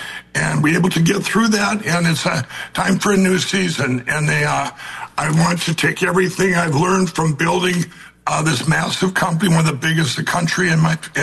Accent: Minnesota, United States; I grew up, born and raised in Minnesota. It was a great, one of the greatest states to live in.

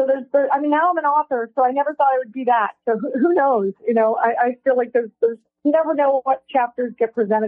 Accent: United States; Yeah, I grew up near Kansas City.

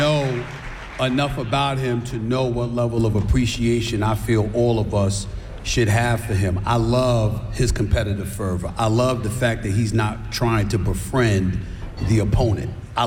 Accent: New York, United States; I'm born and raised in New York.

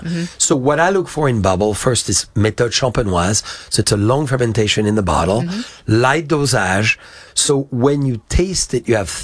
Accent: Bourgogne-Franche-Comté, France; I come from Burgundy where the wine could be more austere, very earthy.

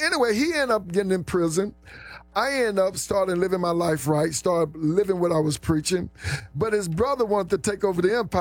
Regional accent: Mansfield, Louisiana, United States; My hometown, DeSoto Parish, Mansfield.

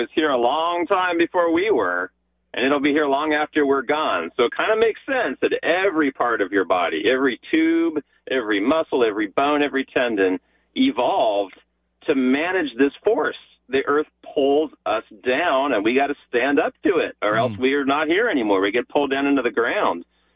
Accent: Los Angeles, California, United States; Yeah, you know, I'm born and raised in Los Angeles, and actually I'm third generation Los Angelino.

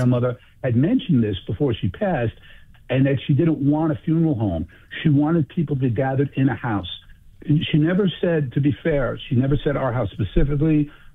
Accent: New York, United States; I grew up in Queens in New York, every possible religion, ethnic group

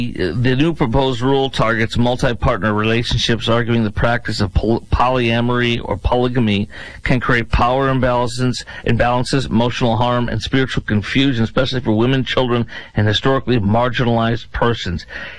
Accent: Texas, United States; I'm a Texan. I live in Dallas-Fort Worth.

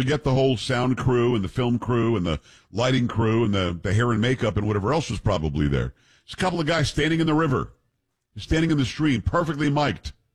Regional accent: Florida, United States; See, I grew up in South Florida where you deep sea fish.

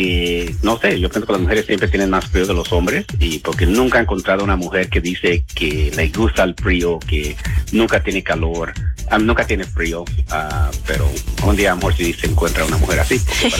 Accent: Guanajuato, Mexico; now in Longview, United States; soy de Paseo Alto Guanajuato, allí cerca de Querétaro y Celaya.

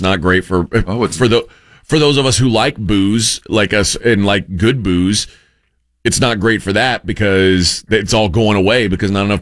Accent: Houston, Texas, United States; and I grew up in Houston, the greater Houston area.

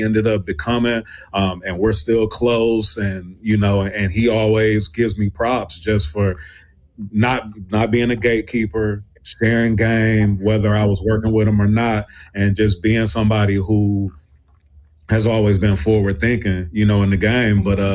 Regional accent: Milwaukee, Wisconsin, United States; I'm from Milwaukee, Wisconsin.

